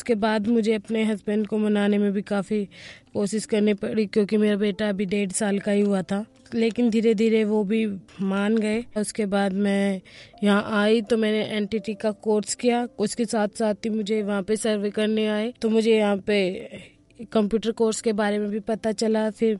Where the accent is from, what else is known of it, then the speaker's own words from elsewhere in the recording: Agra, Uttar Pradesh, India; मैं आगरा से बिलोंग करती हूँ।